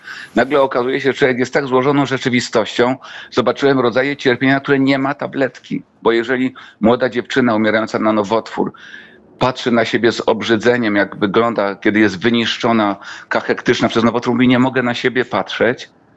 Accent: Kraków, Lesser Poland, Poland; also born or lived in Warsaw; jestem krakusem, można powiedzieć, z epizodem warszawskim, który był epizodem bardzo, bardzo ważnym w moim życiu.

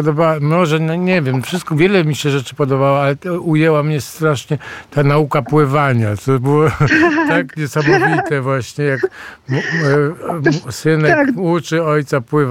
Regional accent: Warsaw, Masovian Voivodeship, Poland; ja jestem z Pragi i chodziłem po takich miejscach niejednokrotnie

